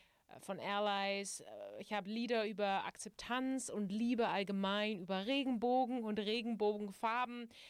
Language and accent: German; Cologne, North Rhine-Westphalia, Germany; now in Saskatoon, Canada; In meiner alten Heimatstadt in Köln ist der Christopher Street Day erst nächsten Monat, aber hier in Saskatoon feiern wir jetzt.